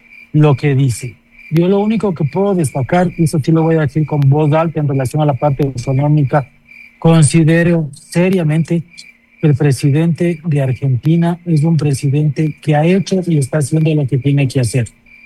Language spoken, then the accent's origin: Spanish; Ecuador; yo soy ecuatoriano